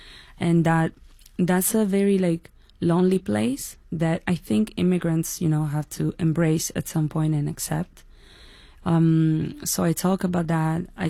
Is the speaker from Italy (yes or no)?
yes; Italy; I think the reason why today I'm so attached to my roots, both Italian and Dominicans, is because I looked for it. I really researched where I was from.